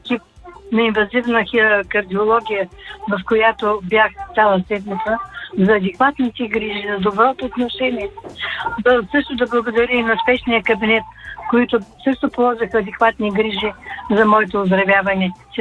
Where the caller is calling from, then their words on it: Varna, Varna Province, Bulgaria; От Варна съм